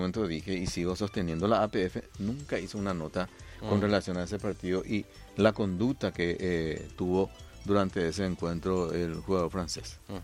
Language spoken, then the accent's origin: Spanish; Paraguay; Yo soy paraguayo eso.